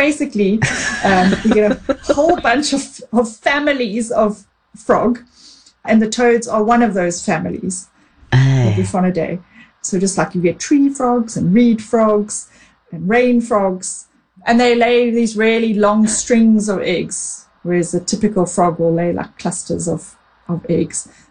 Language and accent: English; KwaZulu-Natal, South Africa; it was actually discovered in my hometown in the southern Drakensberg Mountains.